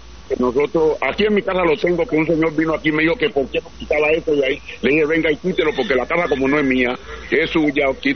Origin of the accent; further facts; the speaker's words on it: Chocó, Colombia; Churuco, Santa Mónica, mi pueblo. Ahí nací y allá me entierran. Esa es mi tierra.